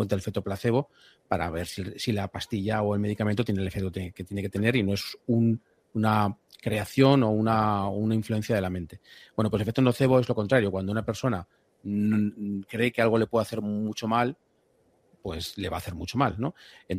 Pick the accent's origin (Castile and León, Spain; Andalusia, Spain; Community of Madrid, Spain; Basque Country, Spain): Community of Madrid, Spain; Madrid; yo soy una persona que no soy de costa, soy de Madrid